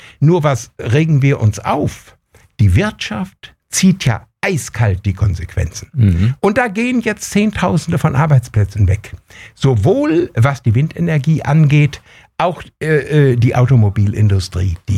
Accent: North Rhine-Westphalia, Germany; Sie wollen neben meiner Heimat, das Hermannsdenkmal, ein Windrad stellen, das höher ist als dieses Denkmal.

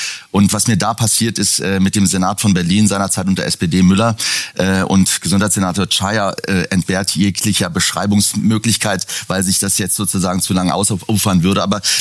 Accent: Iran; Und natürlich bin ich als Iraner besonders empfindlich auf die Thematik des hier im Westen aufkommenden Islamismus

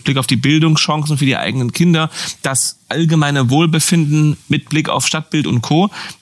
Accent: Berlin, Germany; Als Berliner. Ich kann es verstehen.

